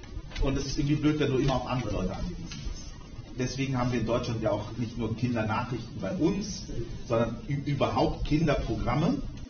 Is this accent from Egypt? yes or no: yes; Egypt; now in Germany; Aus dem Land, wo ich komme, also ich komme aus Ägypten